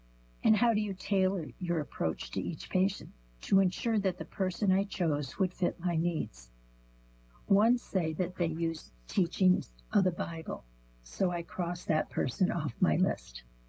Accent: Columbia, Missouri, United States; I'd always felt different growing up in Columbia, Missouri, and was bullied for being too sensitive.

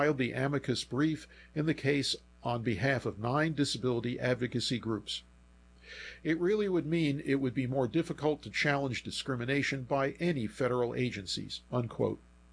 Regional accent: Kansas City, Missouri, United States; I'm from the Kansas City area.

